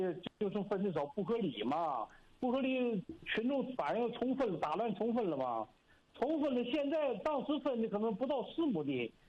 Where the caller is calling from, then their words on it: Fusong County, Jilin, China; 我是抚松县